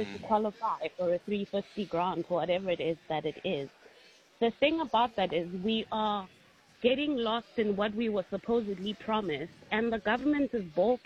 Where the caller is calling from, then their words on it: South Africa; speaking as a South African who is currently unemployed